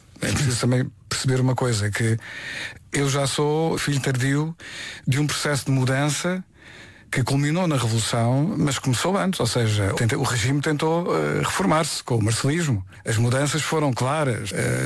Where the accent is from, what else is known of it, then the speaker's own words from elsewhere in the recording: Setúbal, Portugal; o que corresponde de Setúbal, na minha cidade natal.